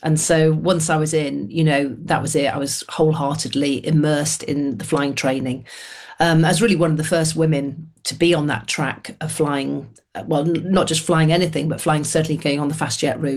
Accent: Manchester, North West England, United Kingdom; So growing up in Manchester in the 1970s

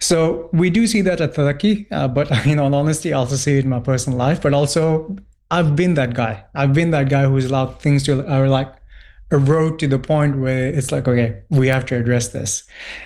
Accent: Pakistan; now in United Kingdom; I was raised in Pakistan until we immigrated to the UK.

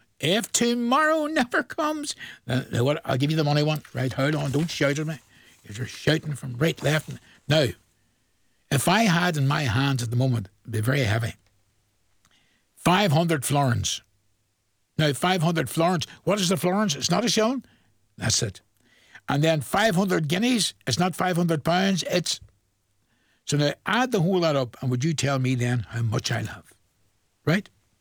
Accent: Strabane, Northern Ireland, United Kingdom; I'm from Stabon, head of the town.

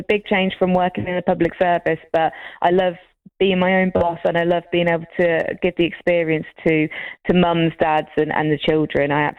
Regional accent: Northampton, East Midlands, United Kingdom; moved away as an adult; now in Daventry, United Kingdom; I grew up in Northampton, but I moved to Daventry 4 years ago.

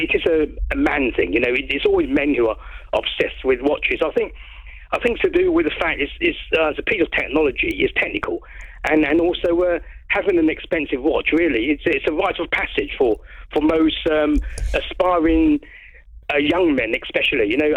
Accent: Brighton, South East England, United Kingdom; now in Crawley, United Kingdom; I was back home in Brighton, you know, my hometown, you know, where I was born and brought up. But I'm back in Crawley today.

